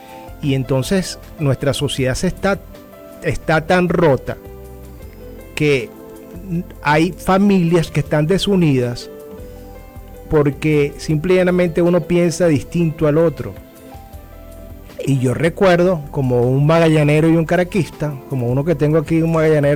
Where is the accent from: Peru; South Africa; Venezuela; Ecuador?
Venezuela; somos venezolanos. Somos venezolanos.